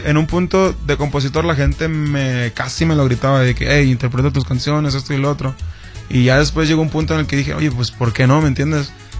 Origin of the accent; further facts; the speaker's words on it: Mexicali, Baja California, Mexico; Yo también soy de Mexicali.